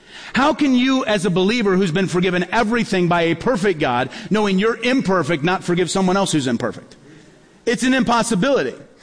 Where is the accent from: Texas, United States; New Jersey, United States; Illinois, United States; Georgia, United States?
Illinois, United States; Peoria; born or raised there